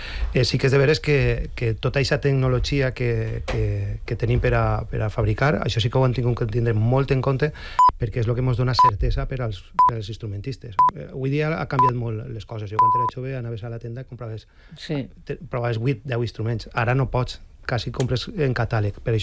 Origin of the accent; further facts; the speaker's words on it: Bétera, Valencian Community, Spain; Soc de Vetera.